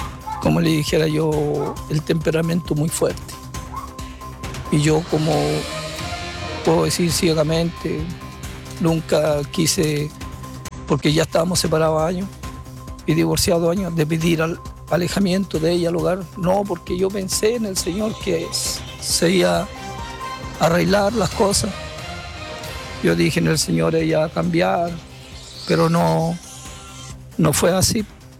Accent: Chile; la gente de mi país, de mi pueblo

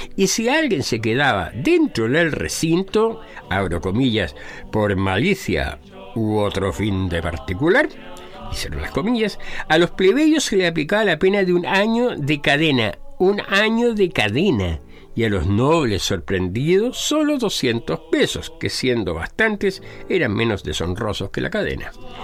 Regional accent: Chile; por mi acento los parroquianos descubrieron que yo no era irlandés. Me preguntaron quiénes éramos y les dije, chilenos.

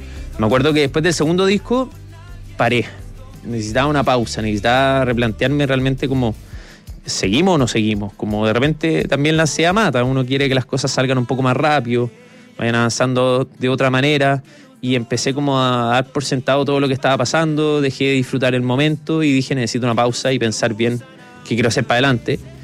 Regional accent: Santiago, Santiago Metropolitan Region, Chile; Yo soy santiaguino, nacido y criado aquí en Santiago.

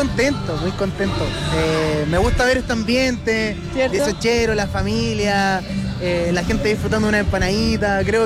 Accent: Curicó, Maule, Chile; yo soy cuequero de chico. O sea, vengo de Curicó, zona cuequera, de vino.

